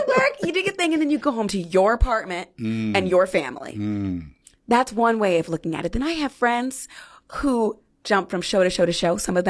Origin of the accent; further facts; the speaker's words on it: Fresno, California, United States; My hometown hero … she has 6 Tonys, and she's from Fresno, California.